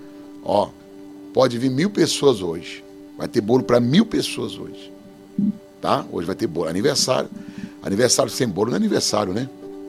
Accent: São Paulo, Brazil; also born or lived in Belo Horizonte; Eu nasci na Deus e Amor, da Deus e Amor. Depois eu fui para a Assembleia de Deus Belém, em São Paulo. Nasci em Belo Horizonte, me criei em São Paulo e vim para o Ministério Apostólico.

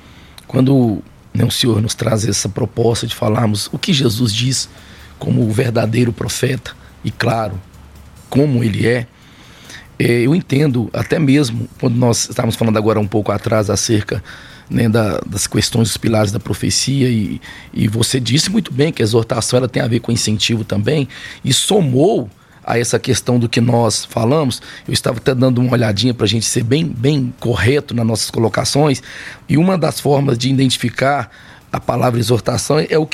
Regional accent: Alvarenga, Minas Gerais, Brazil; lá de Alvarenga, onde eu sou nascido, né, minha terra natal

